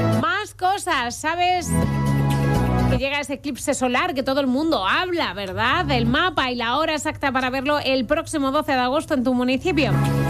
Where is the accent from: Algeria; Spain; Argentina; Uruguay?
Spain; Pues como somos los españoles en general.